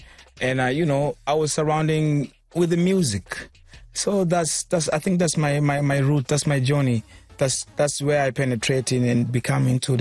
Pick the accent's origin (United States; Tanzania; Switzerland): Tanzania; Arusha; also born or lived in Dar es Salaam; I was born and raised in Arusha. Yeah. So we came from Arusha, and then later on, we had to go to Dar because Dar is where everything is.